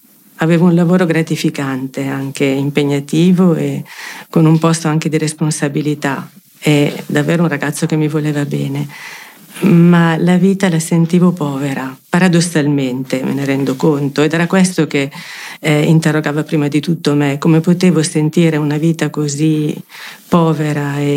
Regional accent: Tortona, Piedmont, Italy; io sono di Tortona, appena fuori Tortona.

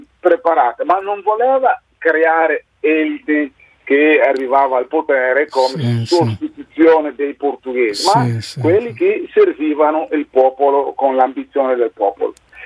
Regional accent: Guinea; Italian is a second language; moved away; mi ha portato ad essere persona non grata nel mio paese, sì, in Guinea, sì.

